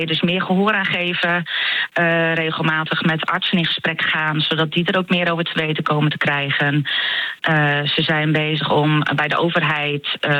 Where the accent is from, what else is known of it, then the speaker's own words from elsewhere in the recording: Harlingen, Friesland, Netherlands; moved away as an adult; now in Langweer, Netherlands; Ik ben zelf geboren in Harlingen.